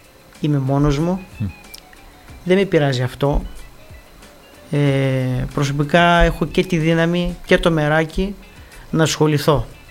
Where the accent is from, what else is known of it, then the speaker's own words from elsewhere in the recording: Lagos, Eastern Macedonia and Thrace, Greece; ο πανέμορφο χωριό είναι το χωριό μου